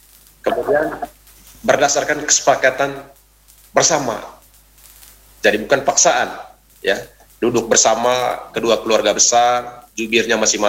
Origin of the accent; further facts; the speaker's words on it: Manggarai, East Nusa Tenggara, Indonesia; kita orang Manggarai ini?